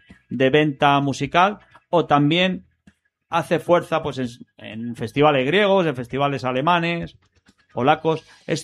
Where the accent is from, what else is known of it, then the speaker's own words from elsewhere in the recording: Spain; que al final somos todos españoles y orgullosos de ello. Yo lo soy